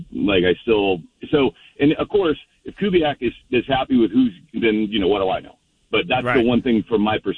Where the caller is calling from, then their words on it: Oregon, United States; I'm from Oregon.